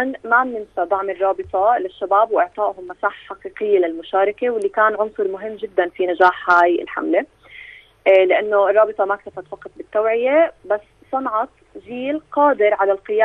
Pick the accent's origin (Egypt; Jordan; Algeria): Jordan; لنا كأردنيين وكشباب عربي أيضا